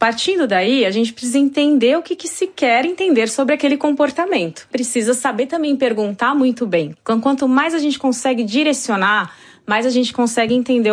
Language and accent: Portuguese; Brazil; moved away; Afinal, sou brasileira.